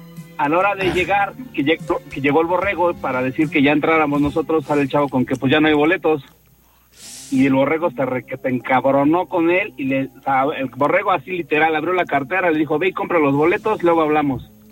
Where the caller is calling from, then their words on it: Ciudad Nezahualcóyotl, Mexico State, Mexico; de Ciudad Neza.